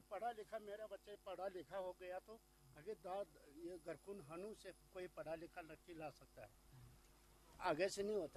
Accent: Aryan Valley, Ladakh, India; हमारे गांव में, तीनों गांव में।

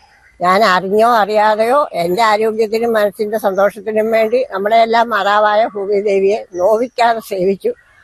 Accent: Muthukulam, Kerala, India; born there; ഇത് ഒണാട്ടയുടെ പ്രദേശത്തോട് ചേർന്നുള്ള പ്രദേശമാണ്. ഇവിടെ മുഴുവൻ നെൽകൃഷിയായിരുന്നു. ഞാൻ 7 ആങ്ങളമാർക്കൊരു കൊച്ചുമകളായിരുന്നു.

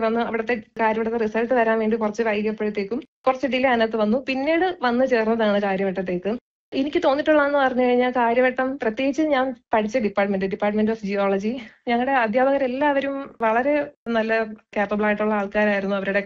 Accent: Thiruvananthapuram, Kerala, India; ഞാൻ തിരുവനന്തപുരം സ്വദേശിനിയാണ്.

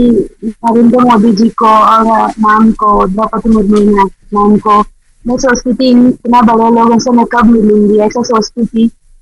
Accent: Andhra Pradesh, India; मैं आंध्र प्रदेश से हूँ

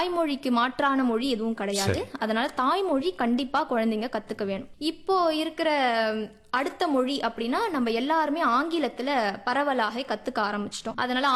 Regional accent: Puducherry, India; born there; என்னோட புதுச்சேரியில பிறந்ததுனால நம்மளுக்கு ஒரு அட்வான்டேஜ்

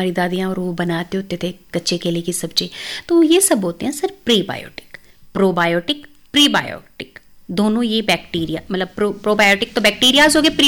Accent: Jind, Haryana, India; मैं जींद से बिलोंग

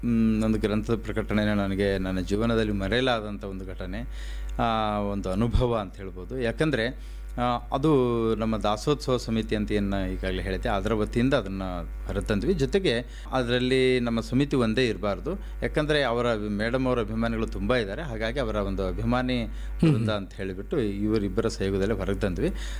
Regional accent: Raichur district, Karnataka, India

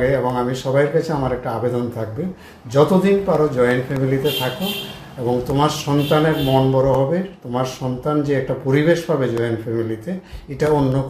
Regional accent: Sonamura, Tripura, India; born there; moved away as an adult; now in Udaipur, India; আমার বাড়িও সোনামুড়ার খাসচুমড়ি গ্রামে।

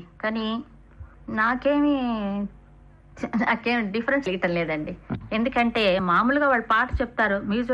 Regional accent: South India, India; born there; నేను సౌత్ ఇండియాలో పుట్టాను

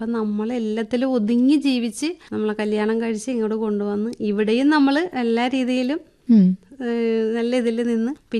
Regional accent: Kayamkulam, Kerala, India; moved away as an adult; now in Kakkanad, India; എൻ്റെ സ്വന്തം നാട് കായംകുളമാണ്.

